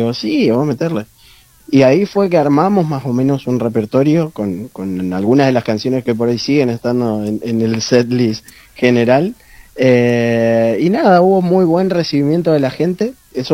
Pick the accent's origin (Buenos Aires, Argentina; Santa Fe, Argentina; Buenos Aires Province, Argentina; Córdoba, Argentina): Santa Fe, Argentina; nosotros somos del interior de Santa Fe también, o sea, no solo del interior del país, sino del interior de la provincia también.